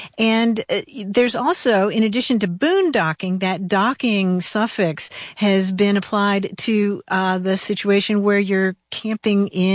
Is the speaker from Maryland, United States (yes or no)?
no; Kentucky, United States; I'm a fellow Kentuckian.